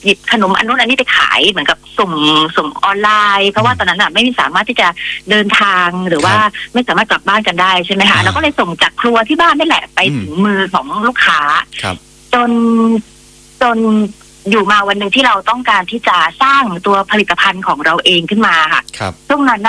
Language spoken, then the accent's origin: Thai; Phatthalung, Thailand; แต่เราเป็นสาวใต้เป็นสาวพัทลุง